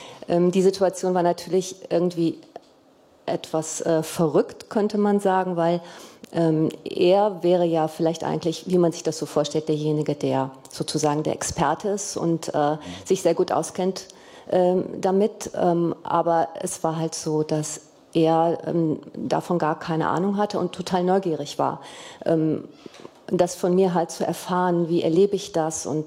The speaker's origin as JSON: {"language": "German", "town": "Bonn", "region": "North Rhine-Westphalia", "country": "Germany", "said": "Weil ich komme aus Bonn und das ist halt Lokalradio dann."}